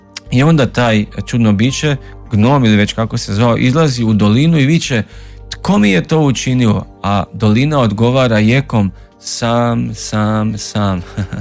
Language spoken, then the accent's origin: Croatian; Babska, Vukovar-Srijem County, Croatia; moved away; rodom sam iz mjesta Babska gdje rad odlazim, gdje žive i moji.